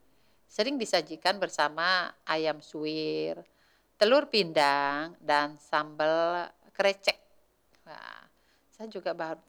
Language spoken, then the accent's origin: Indonesian; Sulawesi, Indonesia; kita orang Sulawesi